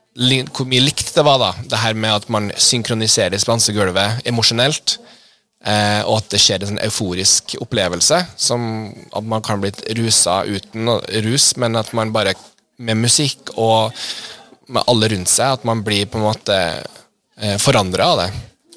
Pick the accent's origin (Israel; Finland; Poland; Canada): Canada; now in Trøndelag, Norway; Jag är ju från Kanada.